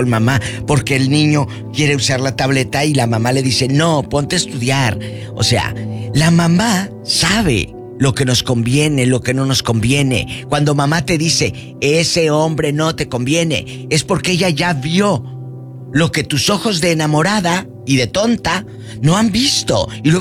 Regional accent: Matamoros, Tamaulipas, Mexico; En mi tierra, que es una ciudad industrial y de Matamoros, hay muchas fábricas, muchas empresas

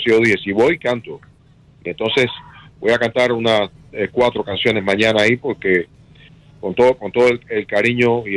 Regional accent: Cuba; moved away as an adult; also born or lived in Mexico; now in Miami, United States; es una radio que nosotros la escuchamos en Cuba, escondido

